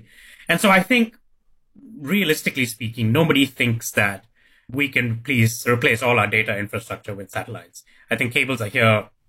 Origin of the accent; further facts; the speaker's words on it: India; I'm from India